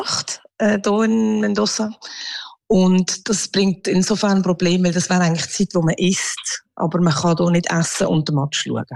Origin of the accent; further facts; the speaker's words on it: Switzerland; now in Argentina; weil ich als Schweizerin bin, haben sie Angst, dass wenn ich dabei bin, dass sie könnten verlieren